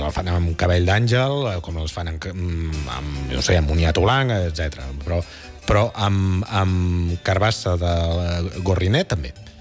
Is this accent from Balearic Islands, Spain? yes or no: no; Catalonia, Spain; D'on soc jo originari, al Vallès, es feia bàsicament la blanca